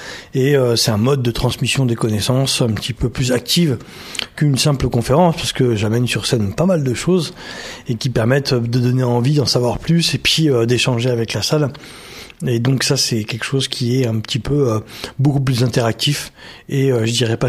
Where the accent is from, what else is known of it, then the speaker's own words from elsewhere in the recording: Nouvelle-Aquitaine, France; Moi, je suis du Limousin